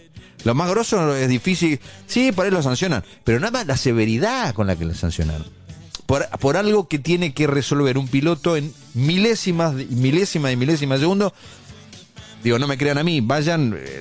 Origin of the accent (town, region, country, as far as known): San Luis, Argentina